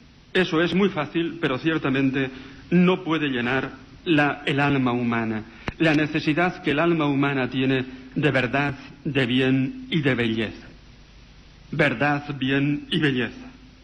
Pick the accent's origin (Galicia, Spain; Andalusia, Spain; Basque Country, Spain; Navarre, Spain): Navarre, Spain; moved away; yo soy un pueblo de la Ribera de Navarra, rico, pero inculto